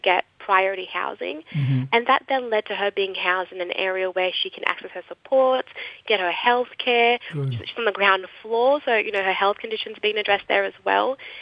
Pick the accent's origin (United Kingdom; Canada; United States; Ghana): Ghana; now in Australia; So I'm actually a Ghanaian Australian. I'm of African descent.